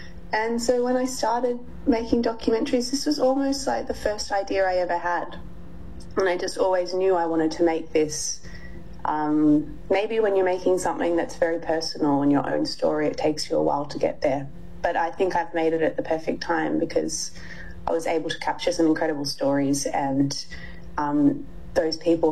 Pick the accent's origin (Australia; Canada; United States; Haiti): Australia; Melbourne, Victoria; I grew up on Gore Street in Fitzroy, and my dad still lives there.